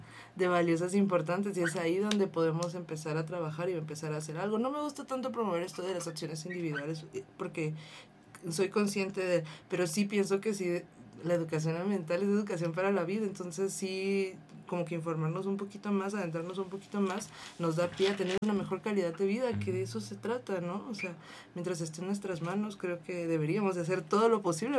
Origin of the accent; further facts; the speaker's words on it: Acapulco, Guerrero, Mexico; vengo de Acapulco, Guerrero.